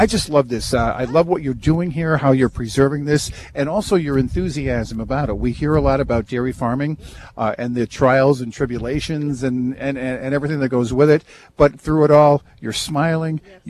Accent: Coventry, Rhode Island, United States; when I was a kid growing up in Coventry, Rhode Island, we lived on Luba Road, and we had 8 acres of land

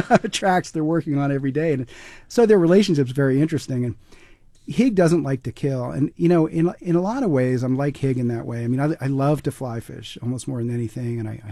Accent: New York, United States; So I grew up in Brooklyn Heights, which is You know, it's a genteel neighborhood above the piers, right across from the financial district in Brooklyn.

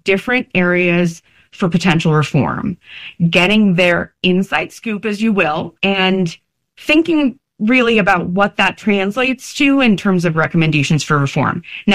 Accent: New Jersey, United States; born or raised there

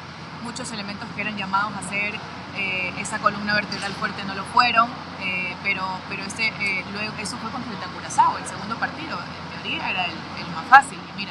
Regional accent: Ecuador; para nosotros como ecuatorianos a veces es muy difícil reconocer lo propio

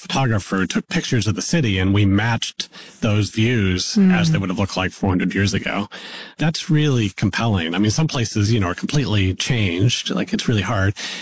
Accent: California, United States; moved away as an adult; now in New York City, United States; I moved to New York City. It was 25 years ago, and I was from Northern California, and I'd only been in New York once before, and I never lived in a big city.

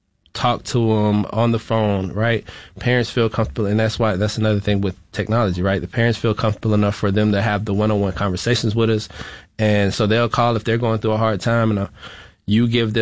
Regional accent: Florida, United States; You know, I was raised in Florida.

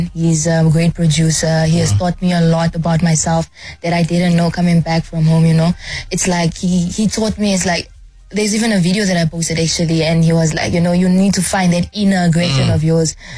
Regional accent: Namibia; now in Johannesburg, South Africa; It's like I'm coming from Namibia, from this place where we're only a population of 2.9 to 3 million.

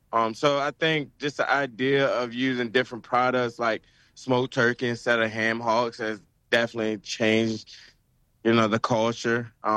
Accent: the South, United States; I'm from the South. I'm Southern as hell.

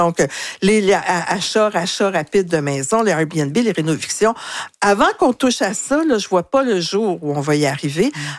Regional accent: Quebec, Canada; Alors donc, en tant que Québécois, ça ne devrait pas m'intéresser.

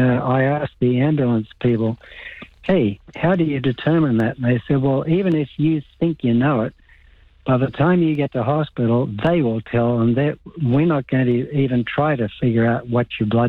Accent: Queensland, Australia; When I grew up in Queensland

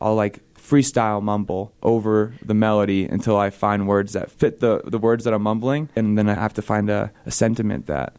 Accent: Bradenton, Florida, United States; There's not a lot to do on the island. We're from Anna Maria Island, Bradenton, Florida.

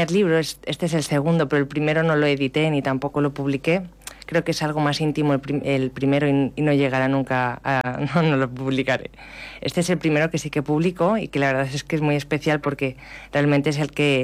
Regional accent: Salou, Catalonia, Spain; yo soy de Salou.

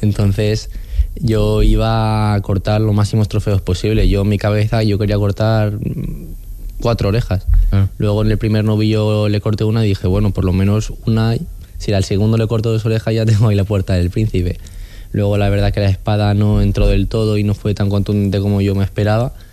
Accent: Valencian Community, Spain; aprovechando que soy valenciano

